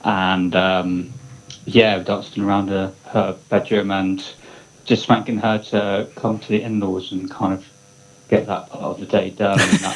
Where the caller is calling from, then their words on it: Bristol, South West England, United Kingdom; I'm calling from Bristol.